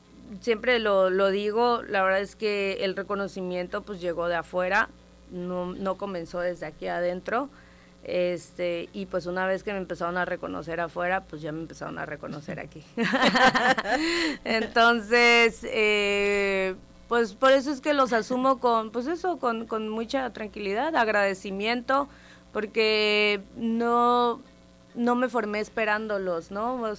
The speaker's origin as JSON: {"language": "Spanish", "region": "Tabasco", "country": "Mexico"}